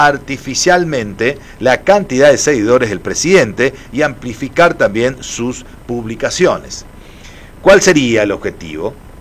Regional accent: Misiones, Argentina; a nosotros los misioneros

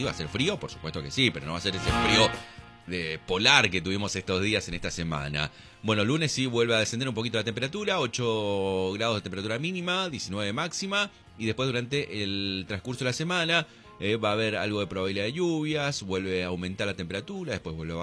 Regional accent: Argentina; Nosotros, digo los argentinos

